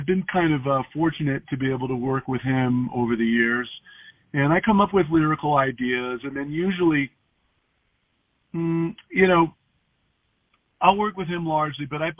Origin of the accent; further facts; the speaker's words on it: Woodstock, New York, United States; I grew up in Woodstock, New York. Well, we had a second house up there.